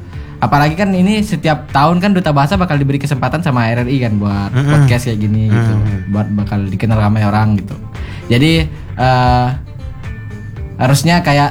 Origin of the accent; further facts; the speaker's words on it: Sambas, West Kalimantan, Indonesia; Kayak saya ini dari Sambas gitu kan. Mau memperkenalkan lah budaya-budaya Sambas kepada orang-orang se-Kalimantan Barat gitu.